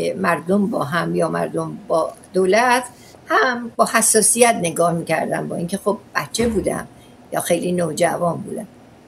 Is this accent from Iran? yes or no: yes; Ahvaz, Khuzestan, Iran; در اهواز دنیا اومدم، دیپلمم هم در اهواز گرفتم. در اهواز اون زمان شهر عقب افتاده بود ولی بعدن خب تغییرات بزرگی کرد.